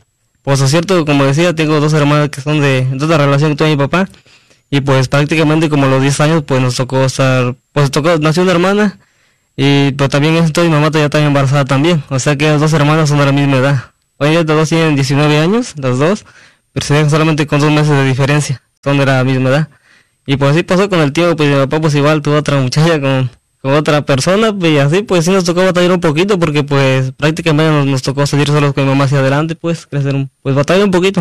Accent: Veracruz, Mexico; born there; yo soy de México, del estado de Veracruz. Allá nací en un ranchito allá. Y pues la que me inculcó la fe católica, pues fue mi mamá

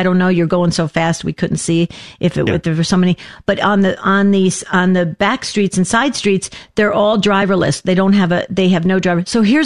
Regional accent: New Jersey, United States; now in Arizona, United States; I grew up in New Jersey, right? We had two lane streets that kind of winded around bridges and, you know, beautiful trees and things like that. We don't have that in Arizona.

